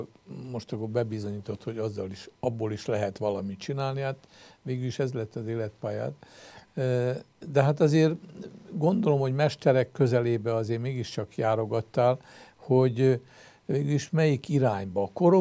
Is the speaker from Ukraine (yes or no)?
yes; Uzhhorod, Zakarpattia Oblast, Ukraine; now in Pécs, Hungary; ugye mi Ungváról menekültünk, és háború után Monor, aztán Németboly, Pécsvárad, Mecseknádasd, és Pécs adta az utolsó